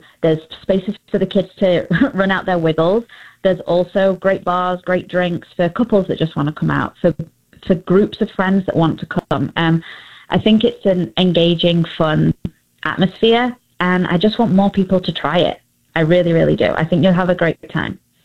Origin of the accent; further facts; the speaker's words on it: England, United Kingdom; I mean, as you can all probably hear, I'm from England